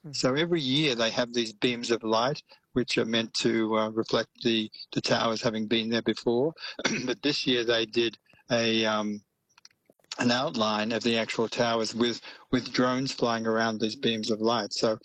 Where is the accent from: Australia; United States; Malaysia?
Australia; Melbourne, Victoria; Obviously, as an Aussie, I drank a lot of beer when I lived back in Melbourne.